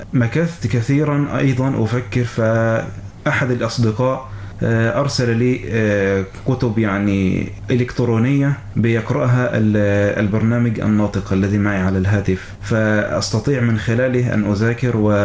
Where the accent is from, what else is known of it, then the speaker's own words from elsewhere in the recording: Sidi Salem, Kafr El Sheikh Governorate, Egypt; في بلدتي قرية دمرو التابعة لمركز سيدي سالم محافظة كفر الشيخ.